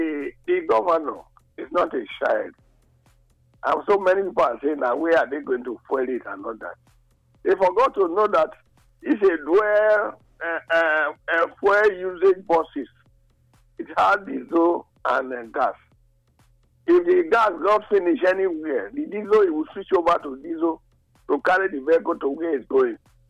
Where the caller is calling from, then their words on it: Benin City, Edo, Nigeria; from Benin.